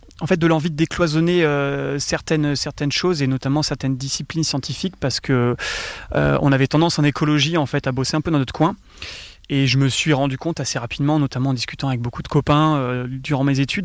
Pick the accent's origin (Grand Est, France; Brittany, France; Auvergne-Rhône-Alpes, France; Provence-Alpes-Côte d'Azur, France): Auvergne-Rhône-Alpes, France; Valvignères; Donc moi j'ai grandi en Ardèche, à Valvinière